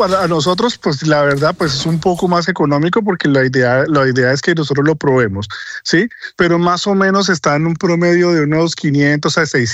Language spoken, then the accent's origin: Spanish; Huila, Colombia; born there; moved away; Sí, es mi tierrita, ya, ese claro. Sí lo conozco perfectamente.